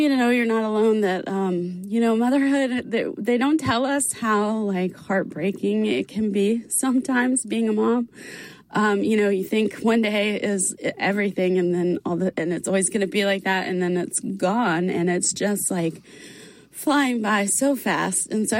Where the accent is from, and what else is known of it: Georgia, United States